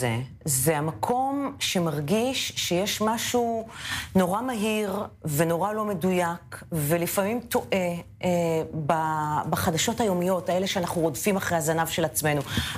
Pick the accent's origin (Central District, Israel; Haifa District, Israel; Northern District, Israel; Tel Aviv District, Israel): Tel Aviv District, Israel; Kiryat Ono; כשהייתי קטנה, גדלתי בקריית אונו, והייתי חוזרת הביתה ברחוב עם בתים פרטיים.